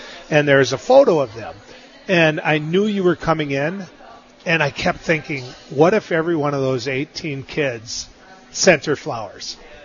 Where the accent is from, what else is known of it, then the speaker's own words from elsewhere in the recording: North Dakota, United States; I'm a North Dakota guy where it's just Manitoba.